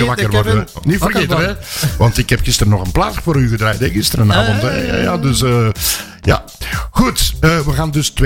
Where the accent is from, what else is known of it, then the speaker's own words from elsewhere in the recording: Flemish Brabant, Belgium; Ja, ik ben van het Pajottenland.